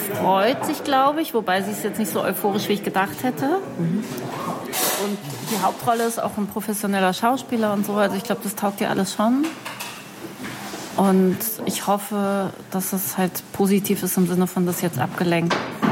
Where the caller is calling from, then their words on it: Cologne, North Rhine-Westphalia, Germany; ich komme ja aus Köln, wie du weißt, und da ist ja Karneval ganz groß.